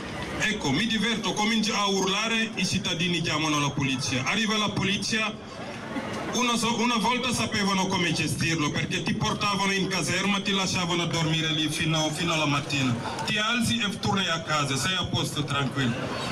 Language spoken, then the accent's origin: Italian; Senegal; now in Italy; Sono senegalese.